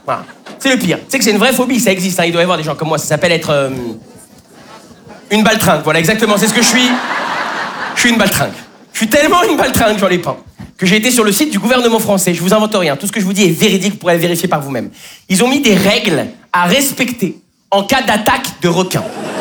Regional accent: Lyon, Auvergne-Rhône-Alpes, France; now in Paris, France

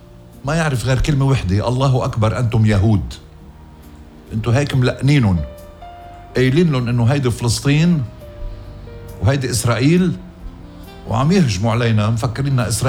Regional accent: Hadath, Mount Lebanon, Lebanon; لما كنت عم دافع عن لبنان وعن ضيعتي اللي خلقت فيها الحدد. أنا موليد الحدد ومسقط رأسي غزير، وكنا ننزل من بيتي بحارة الروم

